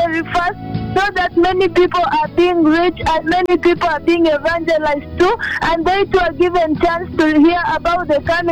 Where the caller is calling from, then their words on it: Eldoret, Uasin Gishu County, Kenya; I'm calling from Township Mainolta, Mwanzo Eldoret here in Uasin Gishu.